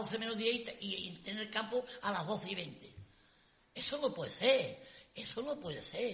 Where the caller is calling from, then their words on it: Sanlúcar de Barrameda, Andalusia, Spain; A mí me gusta que mi ciudad vaya, vaya creciendo en todos los conceptos.